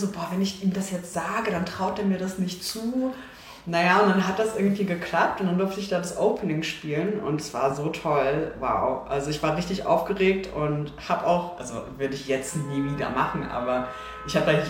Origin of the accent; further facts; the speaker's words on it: Berlin, Germany; Ich meine, so als Berlinerin ist man halt nur von DJs umgeben